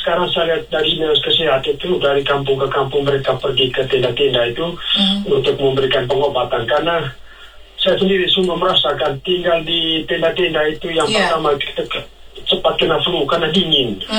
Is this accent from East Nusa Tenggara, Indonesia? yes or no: yes; Manggarai, East Nusa Tenggara, Indonesia; now in Jakarta, Indonesia; saya kan orang Manggarai juga, tapi lama di Jakarta.